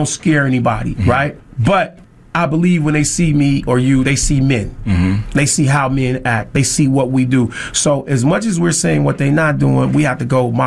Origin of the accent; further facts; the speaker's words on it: Chicago, Illinois, United States; I come from the Garfield Park area of Chicago, the drug capital, the heroin capital of the world at the time I was growing up.